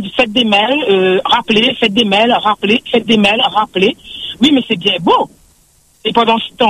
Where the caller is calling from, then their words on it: Sainte-Marie, Réunion; Je suis de Sainte-Marie.